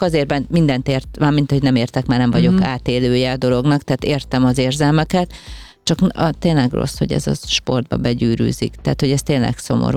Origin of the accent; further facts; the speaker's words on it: Hungary; magyar vagyok